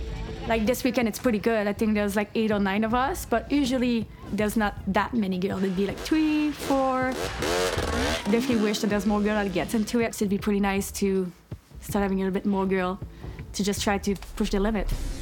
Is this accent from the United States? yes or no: no; Quebec, Canada; I'm from Quebec.